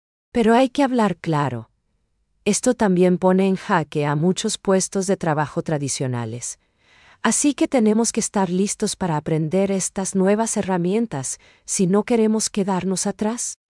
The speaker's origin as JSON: {"language": "Spanish", "country": "Paraguay", "said": "esa cercanía que es lo que nos define como paraguayos en el comercio"}